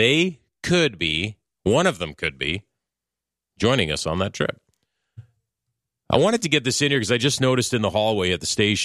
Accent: Ameliasburg, Ontario, Canada; I grew up in Ameliasburg.

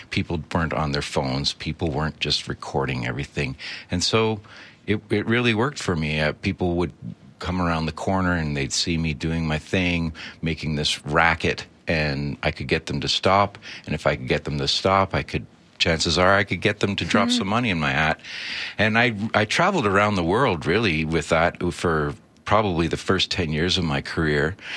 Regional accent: Ottawa, Ontario, Canada; now in Alberta, Canada; Well, I grew up in Ottawa

